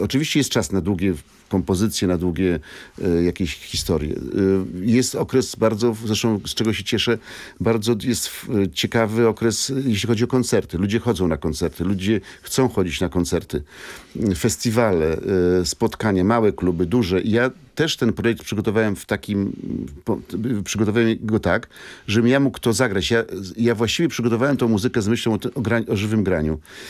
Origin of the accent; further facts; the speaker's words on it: Warsaw, Masovian Voivodeship, Poland; Żartowaliśmy, że jesteśmy razem z Mokotowa